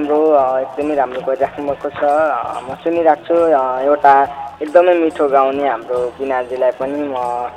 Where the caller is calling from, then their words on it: Kathmandu, Bagmati, Nepal; म चाहिँ काठमाडौँबाट